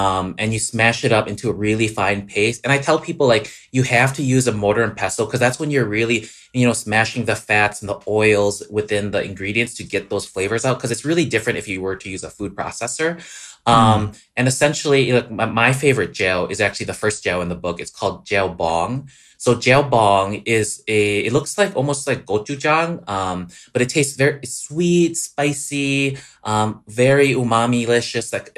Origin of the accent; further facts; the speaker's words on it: Wisconsin, United States; So my family's from Southern Laos and I grew up in Wisconsin, but with my mom always cooking Lao food at home.